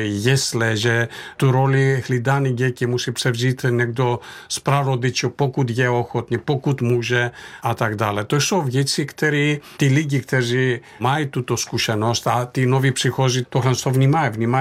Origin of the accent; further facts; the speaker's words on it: Thessaly, Greece; moved away; když jsem odcházel z Měchom města, který se nachází uprostřed nejúrodnější oblasti Řecka, je to region Tesálie, tak to město mělo přes 6 000 obyvatel.